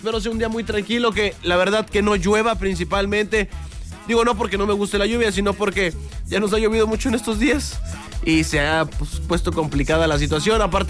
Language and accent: Spanish; northern Mexico, Mexico; de dónde vengo no es lo fuerte. Al final yo soy norteño.